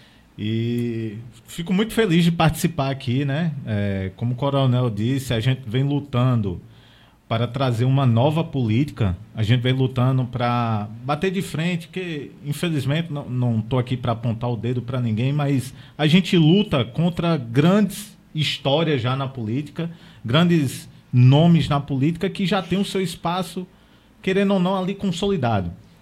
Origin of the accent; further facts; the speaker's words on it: João Pessoa, Paraíba, Brazil; also born or lived in Monteiro; Eu sou de João Pessoa, aí, mas eu tenho residência tanto de João Pessoa como Monteiro, na Paraíba.